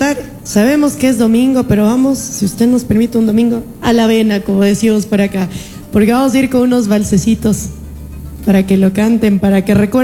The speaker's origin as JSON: {"language": "Spanish", "country": "Ecuador", "said": "como ecuatorianos nos conocen por alegrarnos con música triste."}